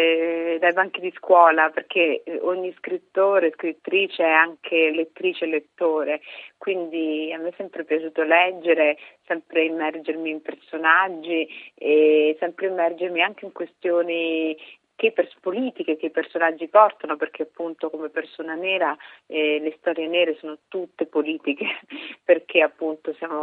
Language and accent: Italian; Brescia, Lombardy, Italy; Il mio primo fumetto era sulla strage di Piazza Loggia, perché io sono bresciana e quindi è una cosa che abbiamo sentito molto.